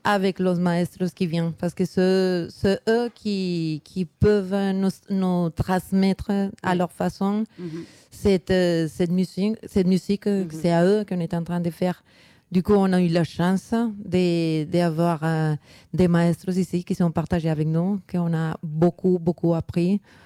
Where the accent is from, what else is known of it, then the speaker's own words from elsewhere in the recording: Bogotá, Bogotá Capital District, Colombia; moi je suis de Bogota